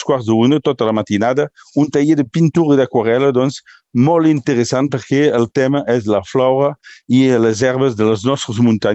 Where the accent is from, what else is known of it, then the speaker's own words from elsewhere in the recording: Vilafranca de Conflent, Occitania, France; Vilafranca de Conflent, el meu poble